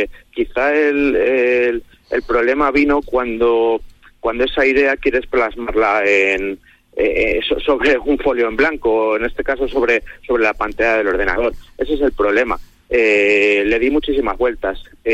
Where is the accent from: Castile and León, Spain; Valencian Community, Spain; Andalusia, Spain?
Castile and León, Spain; Medina del Campo; como medinense... en vena, además, que me encanta San Antolín, que me encanta mi pueblo